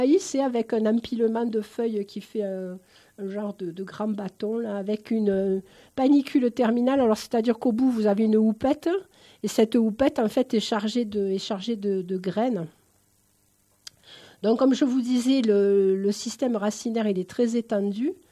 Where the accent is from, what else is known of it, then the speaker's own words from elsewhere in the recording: Occitanie, France; moi, je suis originaire de la région de Nîmes, donc ceci explique peut-être cela.